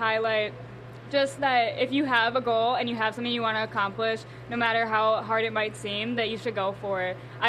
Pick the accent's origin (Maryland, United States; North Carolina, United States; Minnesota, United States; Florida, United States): Minnesota, United States; I am from Steele County.